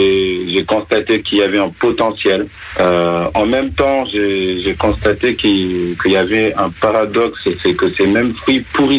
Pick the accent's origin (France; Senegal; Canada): Senegal; now in Geneva, Switzerland; chez nous en Afrique, au Sénégal, d'où je suis originaire